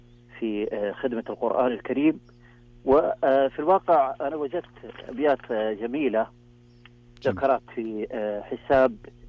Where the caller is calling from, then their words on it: Umluj, Tabuk Province, Saudi Arabia; من محافظة أم الأجر.